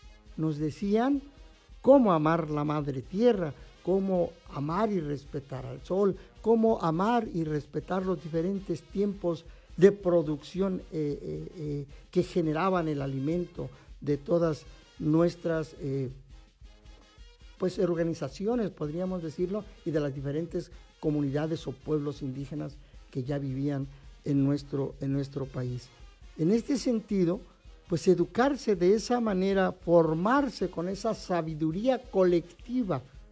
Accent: Huasteca, Mexico; nuestra región huasteca

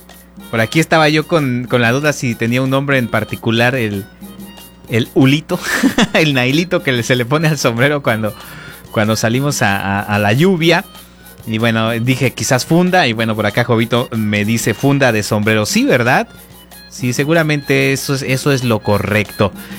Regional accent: Mexico; Acá como mexicanos

